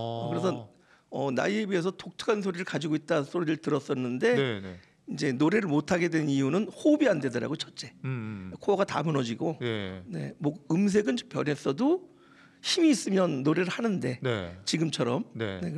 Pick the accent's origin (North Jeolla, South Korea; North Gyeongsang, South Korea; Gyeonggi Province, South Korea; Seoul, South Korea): Seoul, South Korea; moved away as an adult; now in Chungcheong, South Korea; 저는 서울 마포가 고향입니다.